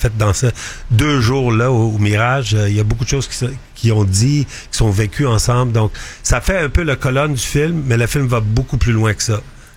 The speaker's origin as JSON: {"language": "French", "town": "Montreal", "region": "Quebec", "country": "Canada", "said": "mais je suis un athlète. Je suis Montréalais, j'adore le sport, je suis joueur de hockey."}